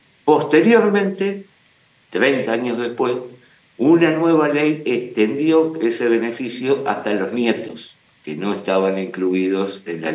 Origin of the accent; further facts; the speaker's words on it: Paraguay; Yo viajo con un pasaporte uruguayo que dice que soy ciudadano de Uruguay, pero natural de Paraguay.